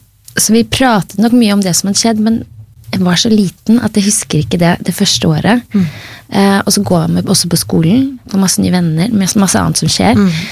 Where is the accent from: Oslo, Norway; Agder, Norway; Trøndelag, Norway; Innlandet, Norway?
Oslo, Norway; jeg vokste opp i Oslo, og de begge nordlendinger.